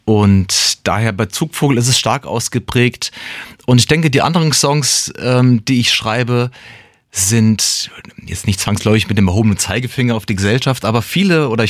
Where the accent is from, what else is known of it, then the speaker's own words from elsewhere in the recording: Frankfurt, Hesse, Germany; Ich bin ein Frankfurter Bub im Herzen. Bin dort geboren, lange Zeit in dem Bereich aufgewachsen